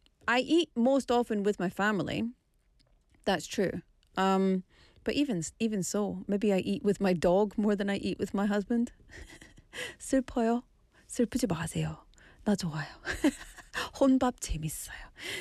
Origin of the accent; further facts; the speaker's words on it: Scotland, United Kingdom; But I think these days, for me personally, as a Scottish person, eating alone was never considered to be strange.